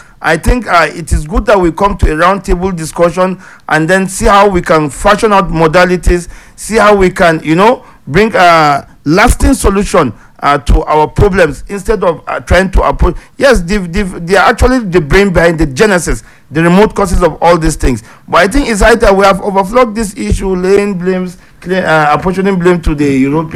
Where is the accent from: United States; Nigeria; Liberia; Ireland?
Nigeria